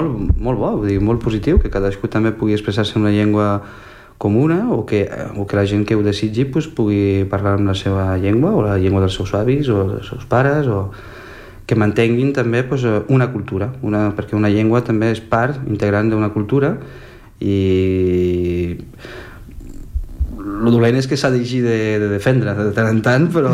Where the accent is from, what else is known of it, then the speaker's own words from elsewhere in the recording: Valencian Community, Spain; now in Barcelona, Spain; vaig conèixer la meva parella, que és francesa, però la vaig conèixer al meu poble a València